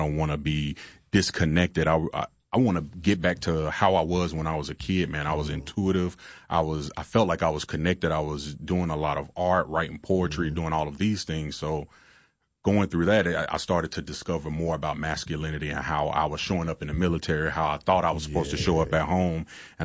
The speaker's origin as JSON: {"language": "English", "town": "Chattanooga", "region": "Tennessee", "country": "United States", "tie": "born or raised there"}